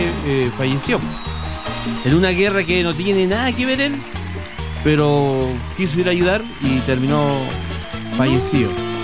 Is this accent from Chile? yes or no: yes; Chile